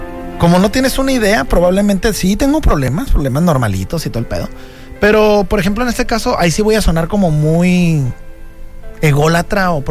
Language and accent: Spanish; Mexico